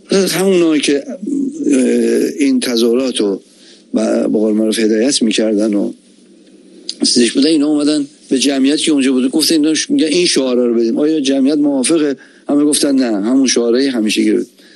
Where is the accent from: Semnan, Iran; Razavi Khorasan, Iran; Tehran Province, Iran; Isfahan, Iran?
Tehran Province, Iran; Tehran; والله اول من بچه تهرانم، بچه نارمکم.